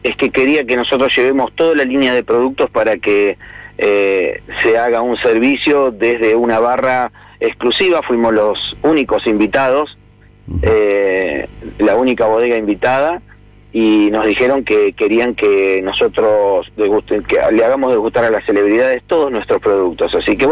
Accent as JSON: {"language": "Spanish", "town": "Casilda", "region": "Santa Fe", "country": "Argentina", "said": "No, somos de Casilda."}